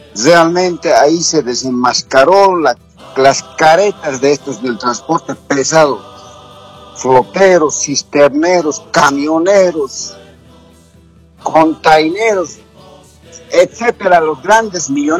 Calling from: Warnes, Santa Cruz, Bolivia; de Satélite Norte, Warnes.

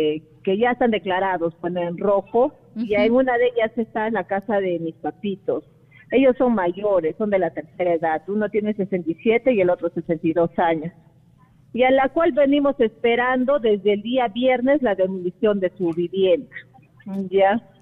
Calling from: Chupuro, Junín, Peru; Chupuro, en la zona que ha sido afectada en el sismo del día 18, señorita.

